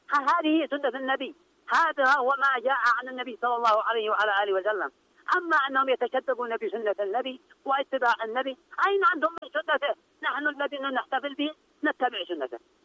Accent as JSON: {"language": "Arabic", "country": "Yemen", "said": "نحن كيمنيين"}